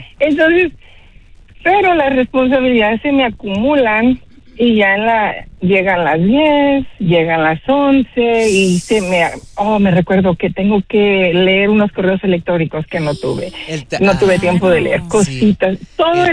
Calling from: Austin, Texas, United States; Hablo de Austin.

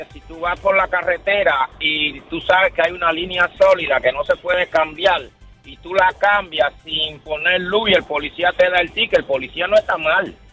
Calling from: Dominican Republic; yo soy dominicano y nosotros los dominicanos entendemos lo que es la política, porque tenemos el único país en el Caribe que tiene frontera

